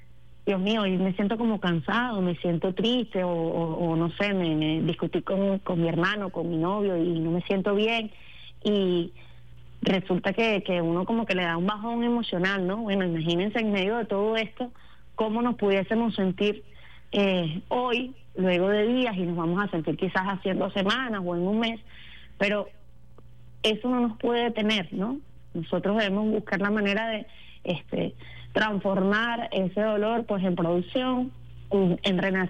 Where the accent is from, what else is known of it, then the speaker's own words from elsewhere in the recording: Venezuela; asumiéndome como una venezolana más